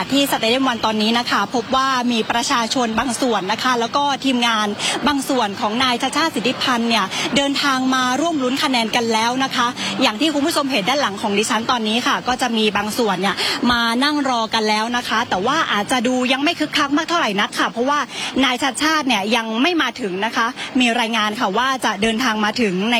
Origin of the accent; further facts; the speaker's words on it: Bangkok, Thailand; ในฐานะที่เป็นคนกรุงเทพอยากเห็นกรุงเทพเปลี่ยนแปลงที่สุด